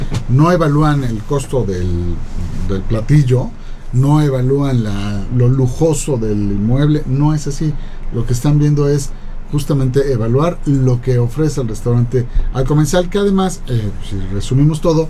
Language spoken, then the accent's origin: Spanish; Puebla, Mexico; Importante que vayamos los poblanos a recorrer cada uno